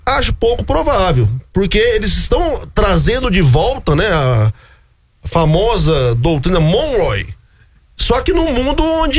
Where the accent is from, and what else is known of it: Brazil